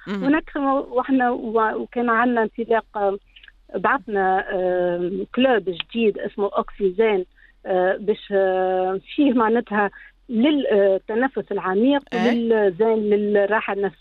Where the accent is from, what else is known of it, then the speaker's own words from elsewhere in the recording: Sidi Hamada, Tunisia; now in United Arab Emirates; أهلي كلهم في سيدي حمادة